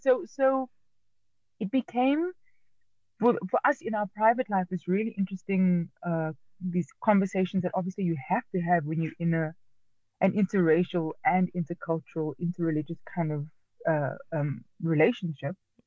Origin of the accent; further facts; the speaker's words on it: Mitchell's Plain, Western Cape, South Africa; I come from the Cape Flats. I come from Sandfontein, which is part of Mitchell's Plain, growing up in the 80s, shielded from a lot of stuff actually by my parents.